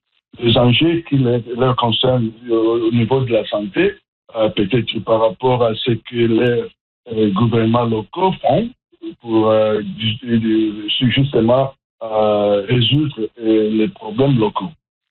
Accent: Atlantic Canada, Canada; comme vous le savez, moi, je suis de l'Atlantique.

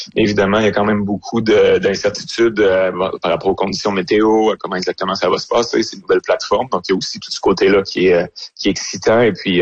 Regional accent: Quebec, Canada

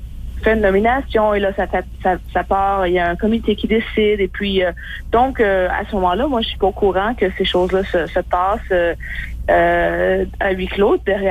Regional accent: Quebec, Canada; now in Ontario, Canada; Un, je me suis dit, waouh, tu sais, j'ai quand même passé 20 ans de ma vie ici. Bien sûr, je viens du Québec.

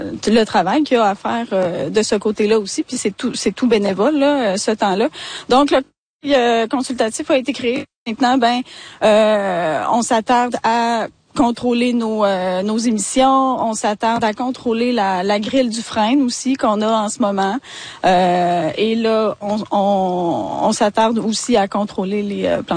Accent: Lévis, Quebec, Canada

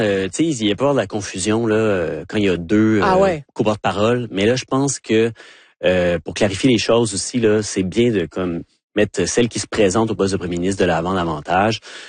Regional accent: Vanier, Quebec, Canada; born there; Ben oui, je suis né à Vanier, en face du marché du store. Mais donc, je suis un deuxième génération.

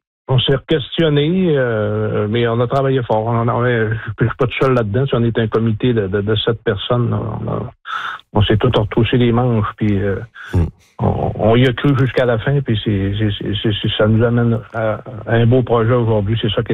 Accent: Hébertville, Quebec, Canada; je viens d'Héberville.

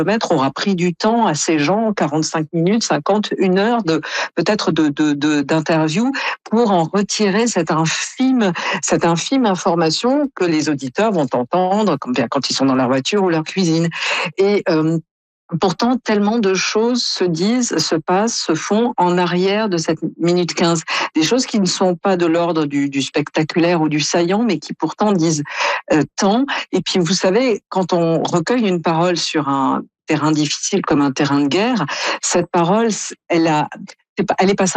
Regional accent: France; quand on est Canadien ou comme moi français

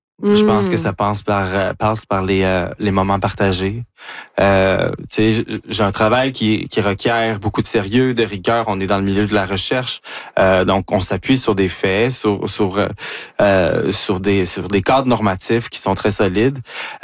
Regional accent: Chicoutimi, Quebec, Canada; born there; also born or lived in Valcartier / Montréal; Mais sinon, c'était Québec, Valcartier, Montréal, une bonne partie de ma vingtaine, Chicoutimi. Je suis né à Chicoutimi, moi.

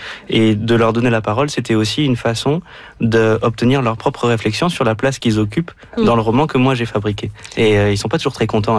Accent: Nancy, Grand Est, France; J'ai grandi à Nancy.

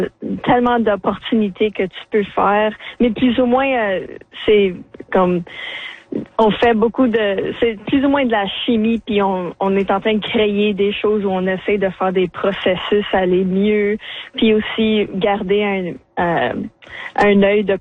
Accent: Sudbury, Ontario, Canada; comme je suis de Sudbury, donc toujours être avec l'aspect mignon

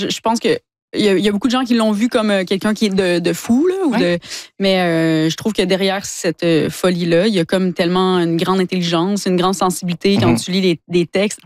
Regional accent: Quebec, Canada; born or raised there

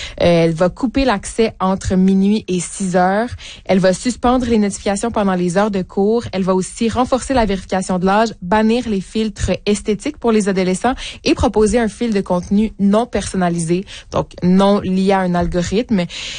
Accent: Quebec, Canada; ici, ouais, chez nous, au Canada, au Québec

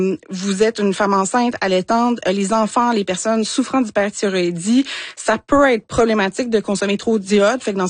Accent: Quebec, Canada; Tu sais, moi, je suis gaspésienne

